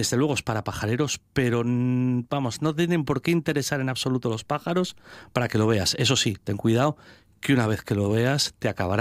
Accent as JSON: {"language": "Spanish", "town": "Oviedo", "region": "Asturias", "country": "Spain", "tie": "born or raised there", "said": "en mi barrio de Vallovín, ¿no? En mi barrio natal, antes de marchar a otro lugar que también visitamos en la serie, donde mira, también me crió a partir de los 11 años, que es Caces, a la ribera del Nalón."}